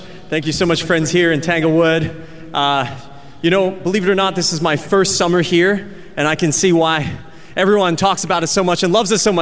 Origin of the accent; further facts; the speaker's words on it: Brisbane, Queensland, Australia; Now, even though it doesn't sound like it, you know, I grew up in Australia, in Brisbane, Australia. Okay, so this is what I used to sound like.